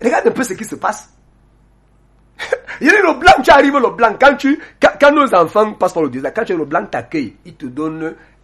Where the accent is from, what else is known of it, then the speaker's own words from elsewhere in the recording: Kondongo, Cameroon; Moi, je me rappelle, on a grandi ici en Kondongo. Je parle Lombo